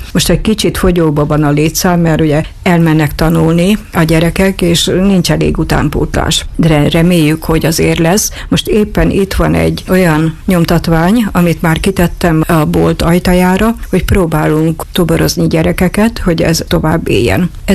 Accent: Fülpösdaróc, Szabolcs-Szatmár-Bereg, Hungary; born there

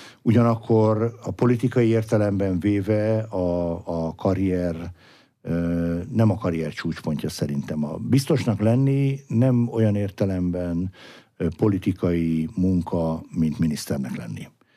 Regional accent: Veszprém, Veszprém County, Hungary; én, amikor visszajöttem, akkor a szülővárosom Veszprém készült arra, hogy Európa kulturális fővárosa legyen

